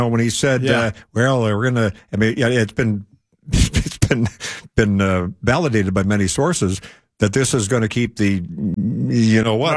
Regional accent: Rockford, Illinois, United States; moved away as an adult; I grew up in the Midwest, as you know, came out here 50 years ago, as of last week, in Rockford, Illinois.

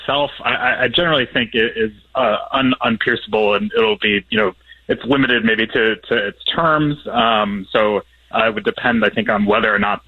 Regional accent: Virginia, United States; my home state of Virginia.

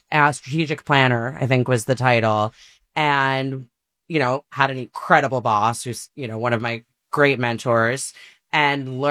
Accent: New York, United States; now in Brooklyn, United States; I grew up in New York, right outside the city, largely. Went to high school in the city. And I now live in Brooklyn with my wife and my 7-year-old son and a little dog.

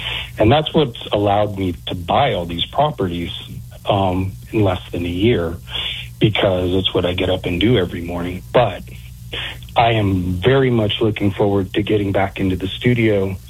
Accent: Houston, Texas, United States; I grew up in Houston. I spent the first 18 years of my life in Houston, and you know, as soon as I could, I got out of there.

